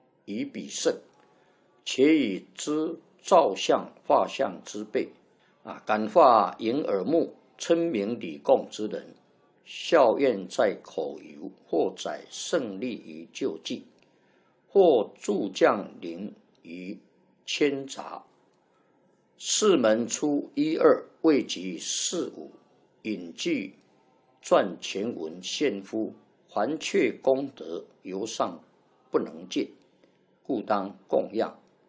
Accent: China; 我们中国人念的比较合乎我们中国人的习惯

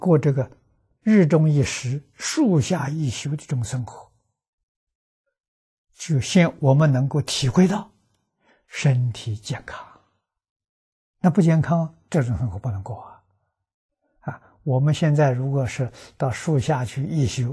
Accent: China; 我们中国人常说，人到无求品自高

